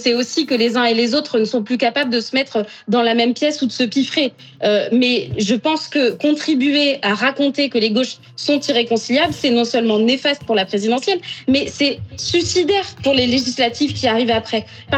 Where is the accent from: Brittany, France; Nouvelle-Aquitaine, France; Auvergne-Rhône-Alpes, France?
Nouvelle-Aquitaine, France; Enfin, moi, j'habite en Gironde, j'ai grandi en Gironde. C'est mon département qui a cramé. C'est la maison de mes amis qui a cramé.